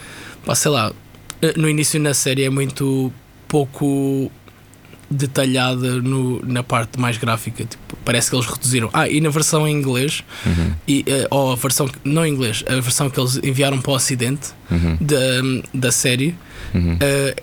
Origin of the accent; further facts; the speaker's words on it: Algarve, Portugal; Eu cresci no Algarve